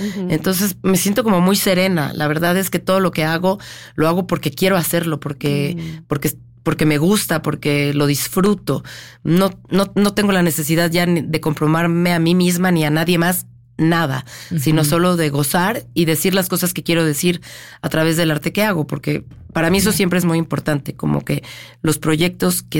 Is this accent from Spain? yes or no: no; Mexico; Es que yo soy la única mexicana en la película.